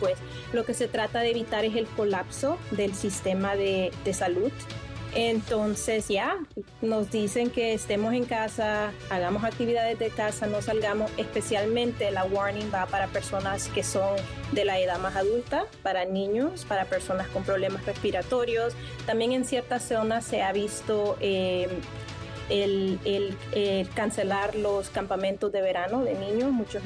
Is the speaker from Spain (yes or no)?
no; Honduras; also born or lived in La Ceiba, Honduras; now in Toronto, Canada; Bueno, yo nací en La Mosquitia. Me crié entre La Mosquitia y La Ceiba.